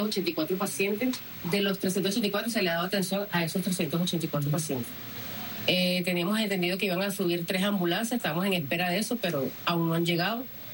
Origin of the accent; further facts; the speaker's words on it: La Guaira, Venezuela; nuestro pueblo de La Guaira